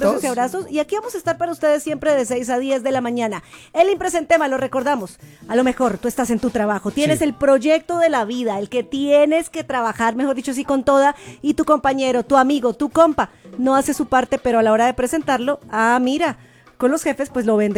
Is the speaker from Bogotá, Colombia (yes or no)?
yes; Bogotá, Colombia; now in Mexico City, Mexico; Rola es el gentilicio que le dicen a la gente en Bogotá, en mi ciudad.